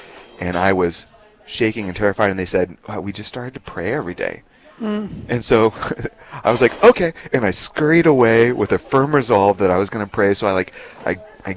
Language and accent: English; Texas, United States; So I grew up in Texas, and my family was not religious at that period of time. We went to church just because that's what good people in Texas did.